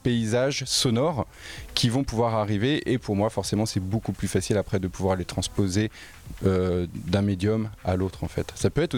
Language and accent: French; Bourges, Centre-Val de Loire, France; moved away as an adult; now in Loiret, France; moi qui ai pu grandir à Bourges, il y avait la ville, puis assez rapidement des paysages assez plats, mais assez infinis.